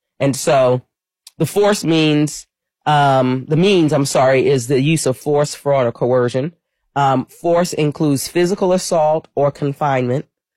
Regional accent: Queens, New York, United States; I'm a New Yorker. Been here for 32 years, but I'm still a New Yorker. Grew up in Queens, New York, and family of law enforcement folks.

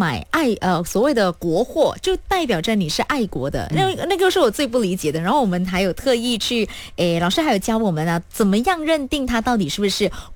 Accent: Malaysia; 其实我们就是来自马来西亚。

